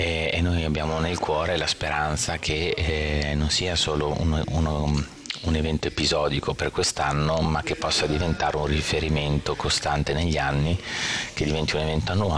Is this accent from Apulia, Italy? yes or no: no; Bologna, Emilia-Romagna, Italy; Io sono bolognese, la Gloria ha sede a Bologna e ovviamente sono molto legato alla mia città dove sono nato e cresciuto